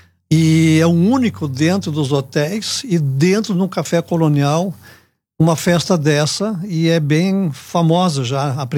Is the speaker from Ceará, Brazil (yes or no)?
no; Nova Petrópolis, Rio Grande do Sul, Brazil; now in Gramado, Brazil; Nova Petrópolis não pode ficar fora, que é minha terra natal